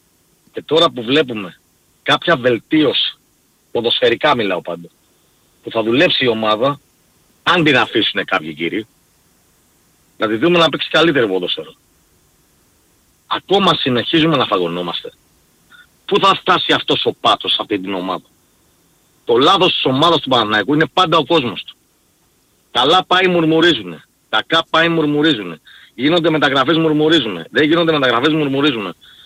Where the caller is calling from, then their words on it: Athens, Attica, Greece; που είμαστε από την Αθήνα και δεν είμαστε συμπαχιώτες